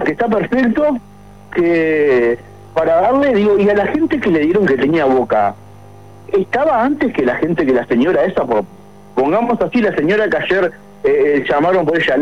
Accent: Maldonado, Uruguay; Yo soy oriundo de Maldonado, viví toda la vida acá, nacido y criado, no tengo mi casa propia, toda mi vida alquilé

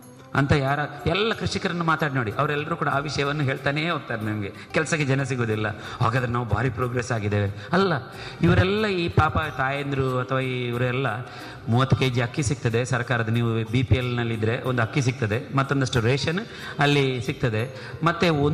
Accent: Karnataka, India; ನಮ್ಮ ಗೋಳಿತೊಟ್ಟು ಆಲಂತಾಯ ಮತ್ತು ನೇರಂಕಿ ನಮ್ಮ ಕಲ್ಲಡ್ಕ ಈ ಏರಿಯಾದಲ್ಲಿರುವ

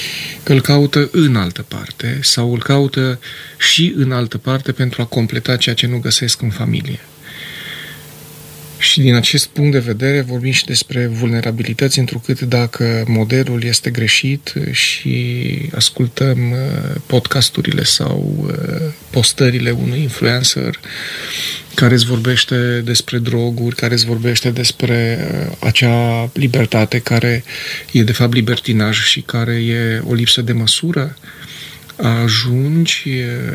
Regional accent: Romania; noi ca români

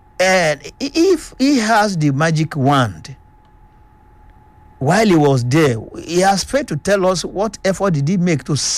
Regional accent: Nigeria; I am one Nigerian

